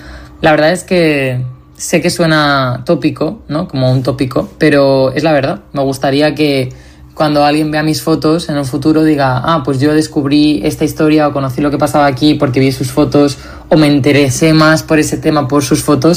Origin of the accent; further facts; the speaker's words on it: Valencia, Valencian Community, Spain; contando la historia de lo que estaba pasando en mi ciudad y en mi pueblo y en los pueblos de alrededor.